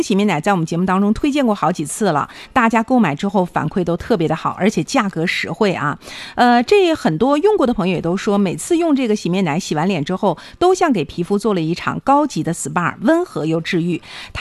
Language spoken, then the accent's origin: Chinese; Harbin, Heilongjiang, China; 去支持一下我们的家乡哈尔滨队啊